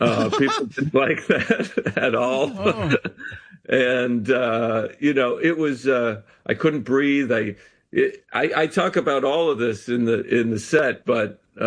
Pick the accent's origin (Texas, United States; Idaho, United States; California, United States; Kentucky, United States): Idaho, United States; now in New York, United States; It was in L.A. I live in New York. It was in L.A. I'm from Idaho, if you remember.